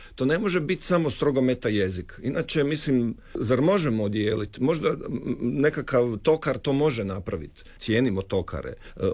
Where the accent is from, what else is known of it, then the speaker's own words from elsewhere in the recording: Slavonia, Croatia; kako dolazim iz Slavonije podrijetlom